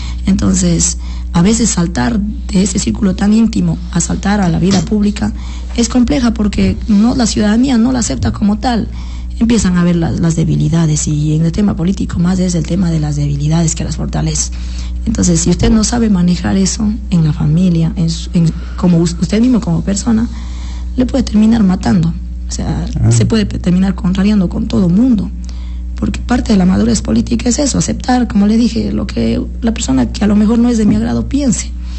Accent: Sinaí, Morona Santiago, Ecuador; yo nací en Sinaí. Mis papacitos vinieron de la SUAI, exactamente de las parroquias rurales de Tarqui y El Tur y del Cantón Cuenca. Y vinieron por trabajar en la hacienda de los señores Durán y Peña. Entonces, de ahí se quedaron.

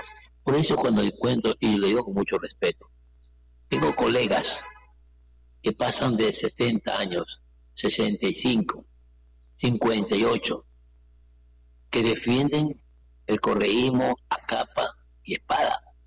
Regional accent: Guayaquil, Guayas, Ecuador; now in Durán, Ecuador; yo como guayacense, como guayaquileño, porque yo nací en Guayaquil, ahora vivo en Durán. Nací en Guayaquil, un barrio muy popular, las cinco esquinas. Y me siento orgulloso como guayaquileño

